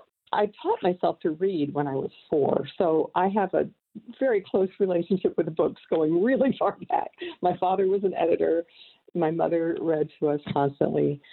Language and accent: English; New Jersey, United States; also born or lived in New York / Maryland / Kansas / California; I was born in New Jersey, went back and forth between New York and New Jersey as a toddler. I lived in Maryland for a couple of years, Kansas for 1 year